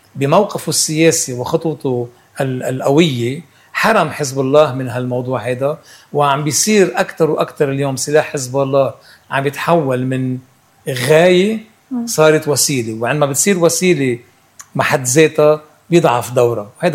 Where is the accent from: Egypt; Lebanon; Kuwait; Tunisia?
Lebanon; عندنا بلبنان